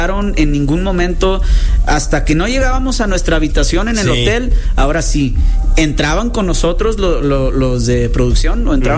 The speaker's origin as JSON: {"language": "Spanish", "country": "Mexico", "said": "no importa si somos de este lado del charco o del otro, somos mexicanos y debemos de estar unidos"}